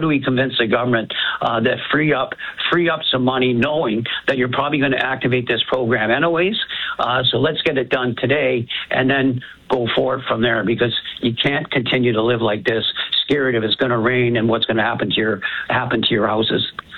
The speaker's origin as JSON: {"language": "English", "town": "St. Catharines", "region": "Ontario", "country": "Canada", "said": "But St. Catharines was hit. You know, like I said, I'm from St. Catharines."}